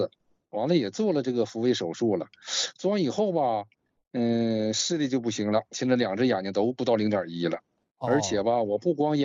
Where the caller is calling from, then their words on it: Heilongjiang, China; 我是黑龙江的呀。